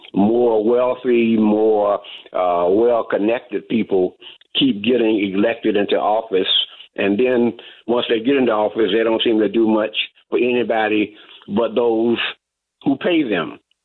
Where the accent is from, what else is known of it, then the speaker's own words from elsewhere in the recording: Jacksonville, Florida, United States; born there; By the way, I'm from Florida. I'm from Jacksonville.